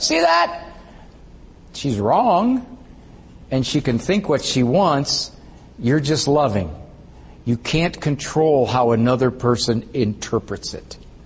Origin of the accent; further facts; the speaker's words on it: Cleveland, Ohio, United States; Actually, I'm from Cleveland.